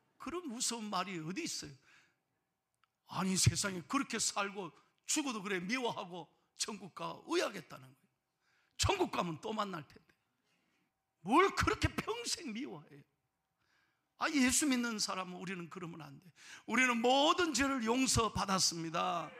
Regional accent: Busan, South Korea; 왜 내 고향 부산에서 있었던 이야기라서

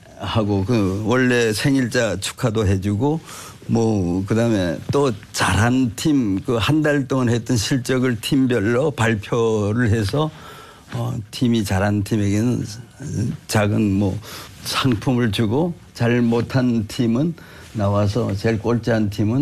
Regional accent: Taebaek, Gangwon, South Korea; 셋째인데 제 고향은 강원도라고 그러는 거죠. 태백이라고. 단광촌에서 태어나서 거기서 초중고 다 나오고

